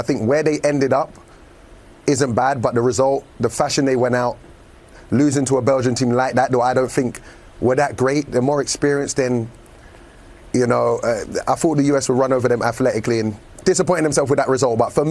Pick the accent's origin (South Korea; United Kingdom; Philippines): United Kingdom; England; moved away as an adult; now in United States; You know I'm English.